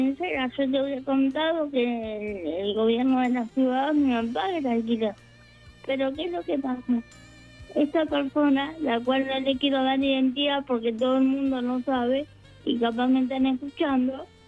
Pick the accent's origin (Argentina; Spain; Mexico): Argentina; Munro, Buenos Aires Province